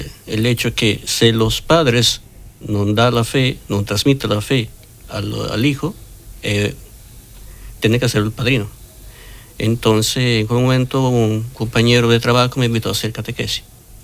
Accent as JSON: {"language": "Spanish", "country": "Italy", "second_language": "Spanish", "said": "Yo vengo de Italia. Tengo 50 años, hijo único."}